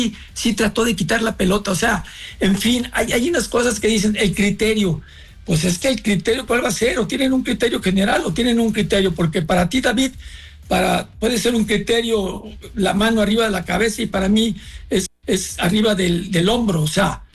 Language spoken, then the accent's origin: Spanish; Mexico; Yo como mexicano